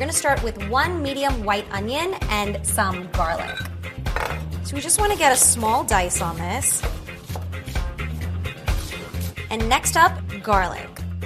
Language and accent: English; Staten Island, New York, United States; I grew up on Staten Island, so I can't even tell you how many pasta dishes I've eaten over the years.